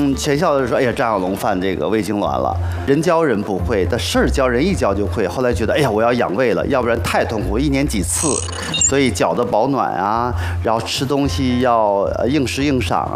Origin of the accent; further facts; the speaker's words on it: Northeast China, China; accent: Northeastern dialect; 我们说按我们东北话就是那个硬食硬赏的吃饭了，